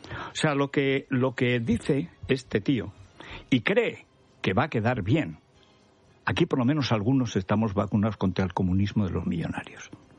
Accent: Spain

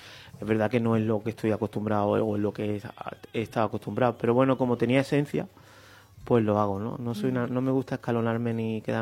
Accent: Andalusia, Spain; Sí. Entre Nerja y Málaga, yo no me he despegado.

